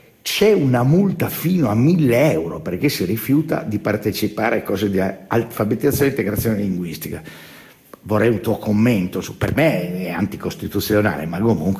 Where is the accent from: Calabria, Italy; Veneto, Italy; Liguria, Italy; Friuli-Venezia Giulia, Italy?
Friuli-Venezia Giulia, Italy; sindaca di Monfalcone delle mie parti